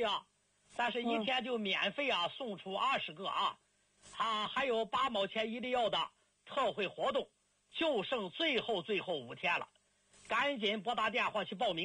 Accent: Shandong, China; 咱们山东人啊，说话直实在，我就直言不讳的说吧。

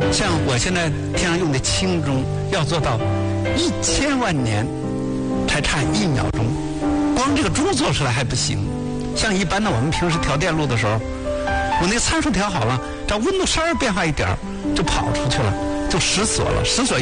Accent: China

